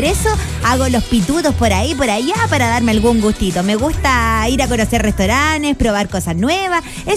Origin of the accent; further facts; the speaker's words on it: Dominican Republic; soy de la RD